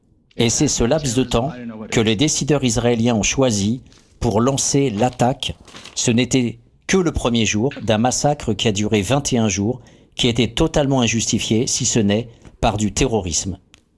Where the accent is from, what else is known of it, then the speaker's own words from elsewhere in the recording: France; je suis français